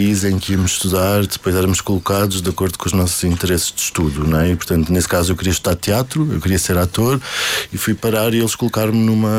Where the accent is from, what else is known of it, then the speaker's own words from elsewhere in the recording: Azores, Portugal; moved away as an adult; essa é a primeira vez que eu saí dos Açores, assim, viajei internacionalmente, em que fiquei um ano fora da minha, ao longe da minha família, em que aprendi a ser um adulto.